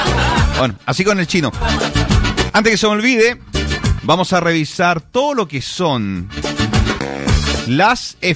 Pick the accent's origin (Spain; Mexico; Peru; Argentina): Mexico; En el coche, ah, me salió como claro, estadounidense. Como mexicano. Voy al coche.